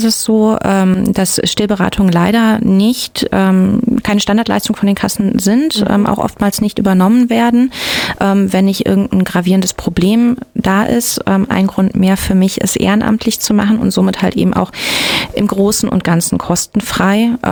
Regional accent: Witzenhausen, Hesse, Germany; Ganz speziell hier im Werra-Meißner-Kreis, beziehungsweise ich komme ja aus Witzenhausen

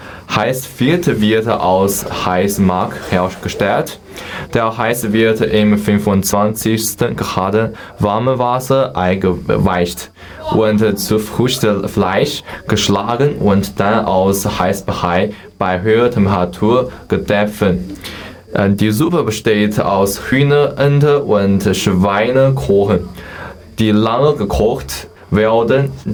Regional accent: Yuxi, Yunnan, China; German is a second language; Ich komme aus Yuxi-Provinz, Yunnan. Yunnan liegt im Südwesten Chinas.

